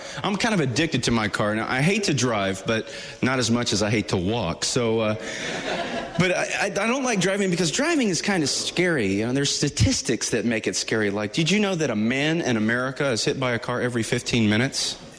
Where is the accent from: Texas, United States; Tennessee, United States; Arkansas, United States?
Tennessee, United States; Nashville; I'm from Nashville, Tennessee. We see people in the street. We stop.